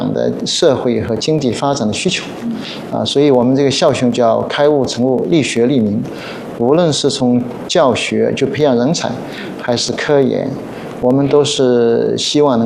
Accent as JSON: {"language": "Chinese", "town": "Wenzhou", "region": "Zhejiang", "country": "China", "tie": "born or raised there", "also_born_or_lived": "Australia", "moved": "yes", "lives_now": "Hong Kong", "said": "香港跟我的家乡其实很近的，我的老家在温州"}